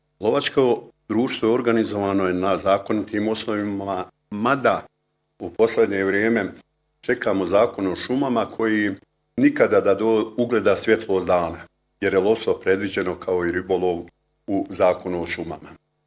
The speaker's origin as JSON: {"language": "Bosnian", "town": "Suhi Dol", "region": "Zenica-Doboj Canton", "country": "Bosnia & Herzegovina", "tie": "born there", "said": "rođen sam u Suhom Dolu, davne 51. godine."}